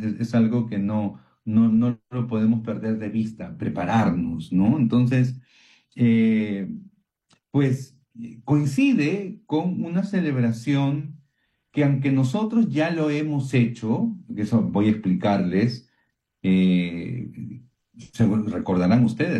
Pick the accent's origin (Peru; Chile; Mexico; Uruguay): Peru; porque no solamente somos nosotros los peruanos, siempre se ha celebrado el 3 de mayo.